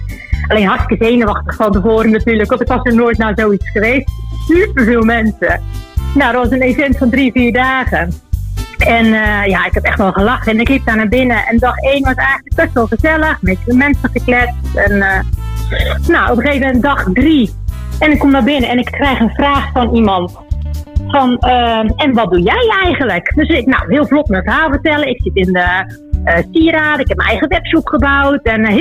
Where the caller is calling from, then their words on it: Spain; Vanuit het zonnige Spanje.